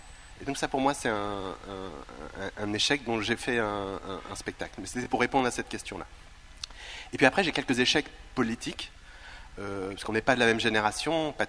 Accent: Beaugency, Centre-Val de Loire, France; moi, je suis né à Beaugency, c'est-à-dire à 21 km de Chambord.

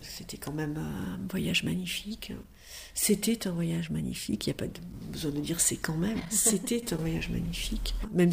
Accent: Ussel, Nouvelle-Aquitaine, France; also born or lived in Bergerac / Étampes / Bordeaux; Donc je suis née à Bergerac, après j'ai vécu à Étampes dans la région parisienne, puis après à Bordeaux, et puis quand on a quitté Bordeaux, on a été à Ussel, en Corrèze.

